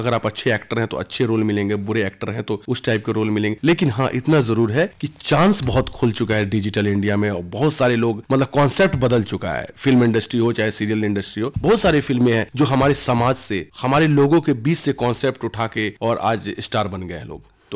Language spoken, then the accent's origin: Hindi; Munger, Bihar, India; मैं मुंगेर जिला से हूँ, तो आप समझ सकते हैं कि मुंगेर एक छोटा सा टाउन है, कस्बा है बिहार में, लेकिन नाम इसका हर जगह है मुंगेर का।